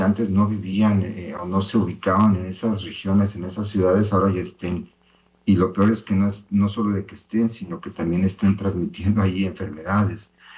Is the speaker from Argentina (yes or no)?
no; Xalapa, Veracruz, Mexico; temperaturas que no habíamos vivido en los que somos de aquí de Jalapa, y me imagino de muchas otras regiones del estado